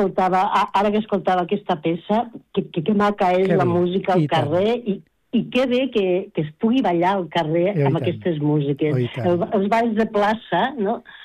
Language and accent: Catalan; Catalonia, Spain; jo sóc de Terres Lleidatanes. Sí. O sigui, ara parlo des de Lleida